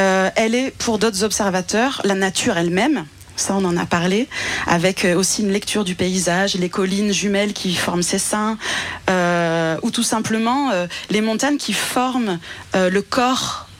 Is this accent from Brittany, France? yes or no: no; Nice, Provence-Alpes-Côte d'Azur, France; Moi je viens d'un pays d'extrême droite qui s'appelle Nice, avec une grande culture de carnaval.